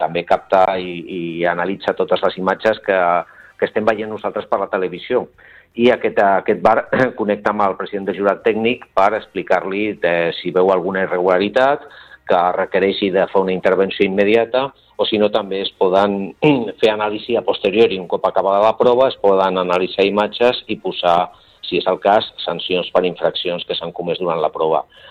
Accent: Barcelona, Catalonia, Spain; jo com a barceloní

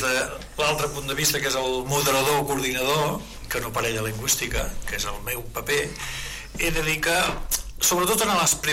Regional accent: Catalonia, Spain; Jo també soc catalana

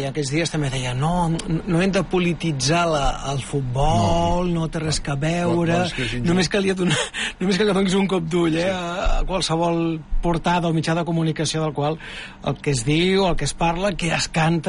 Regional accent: Cubelles, Catalonia, Spain; jo de petit a Cubelles es feia

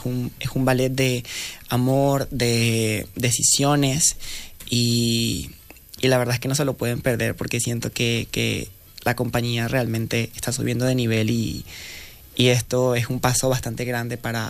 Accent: Venezuela; son referencia en la danza clásica en Venezuela, que es mi país natal.

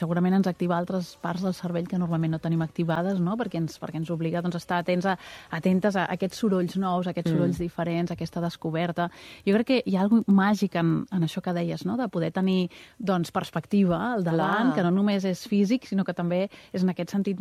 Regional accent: Barcelona, Catalonia, Spain; jo he crescut a Barcelona

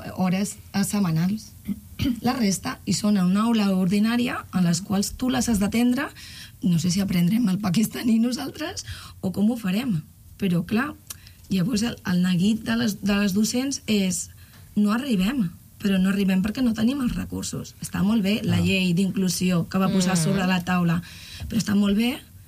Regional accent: Valencian Community, Spain; Clar, jo vinc de València. Soc valenciana.

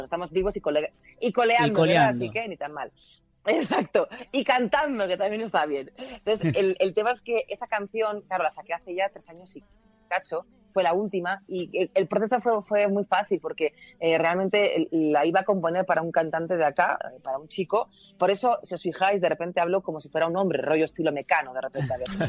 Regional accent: Spain; now in Mexico

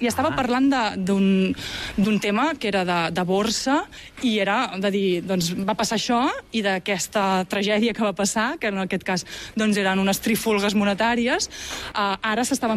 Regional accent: Arenys de Mar, Catalonia, Spain; jo vinc d'Arenys de Mar, que és terra de puntes de coixí, sí

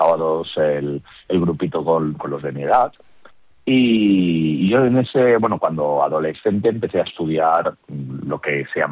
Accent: Picassent, Valencian Community, Spain; Yo tomé la comunión en la parroquia de mi pueblo, que es Picassent, y pues bueno, empecé a participar en el grupo juvenil, el movimiento Juniors

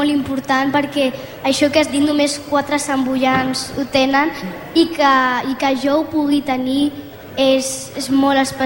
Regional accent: Sant Boi de Llobregat, Catalonia, Spain; per Sant Boi a mi m'encanta, són les meves arrels, Sant Boi, i és el meu poble i ho estimo moltíssim.

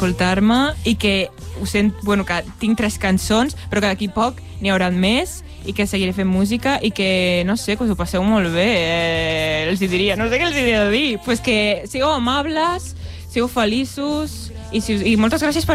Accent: Catalonia, Spain; jo soc del poble del costat.

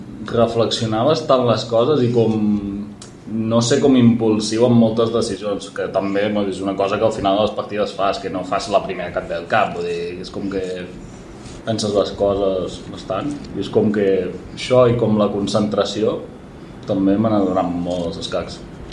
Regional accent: Arenys, Catalonia, Spain; em van apuntar al club del meu poble, Arenys.

